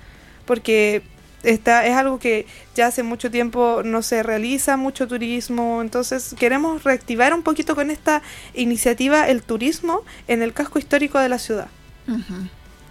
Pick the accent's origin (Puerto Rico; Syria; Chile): Chile; Calama, Antofagasta; now in La Serena, Chile; No, yo soy de Calama.